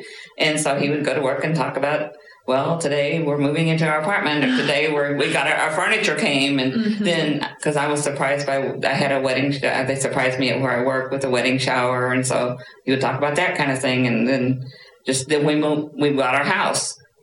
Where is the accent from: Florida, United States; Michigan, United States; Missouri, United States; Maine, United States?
Missouri, United States; Belmont; born there; No, I was born down in Missouri.